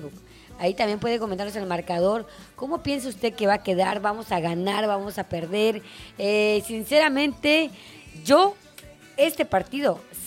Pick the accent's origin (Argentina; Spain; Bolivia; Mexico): Mexico